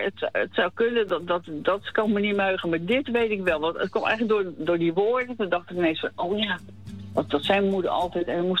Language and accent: Dutch; Gouda, South Holland, Netherlands; now in Rijswijk, Netherlands; Overigens, ik ben geboren in Gouda, maar ik woon in Rijswijk.